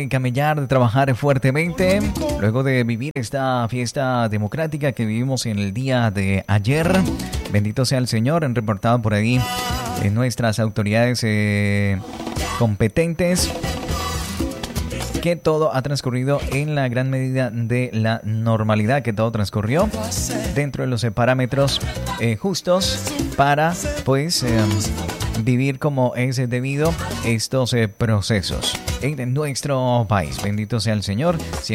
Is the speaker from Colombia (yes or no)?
yes; Colombia; a todos nosotros como colombianos.